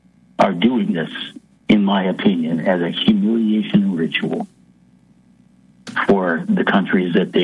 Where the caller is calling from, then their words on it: Bismarck, North Dakota, United States; from Bismarck.